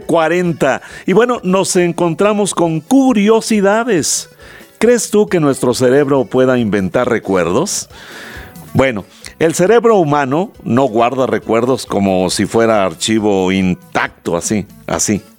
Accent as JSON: {"language": "Spanish", "country": "Mexico"}